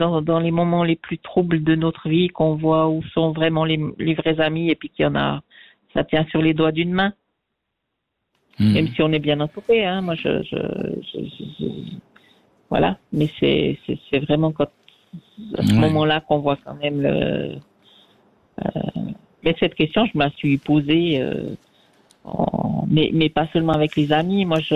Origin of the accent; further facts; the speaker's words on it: Switzerland; moved away; quand je suis partie de Suisse il y a 3 ans, je me suis demandé justement certaines amitiés.